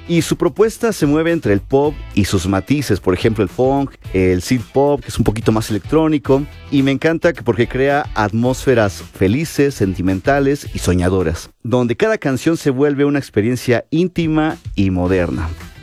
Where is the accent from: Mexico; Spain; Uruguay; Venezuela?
Mexico; nuestro público mexicano